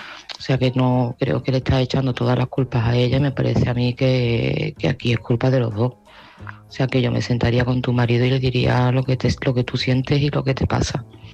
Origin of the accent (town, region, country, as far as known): Seville, Andalusia, Spain